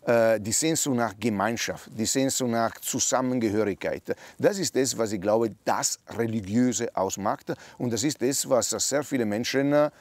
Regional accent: Italy; German is a second language; also born or lived in Austria; now in Germany; Also ich bin Italiener, wohne aber in Deutschland, arbeite in Deutschland, bin in Österreich sozialisiert

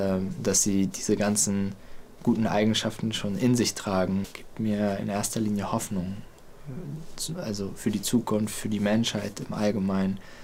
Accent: Hamburg, Germany; Aufgewachsen bin ich im Nordosten Hamburgs als Teil einer Baha'i-Familie und auch einer Baha'i-Gemeinde.

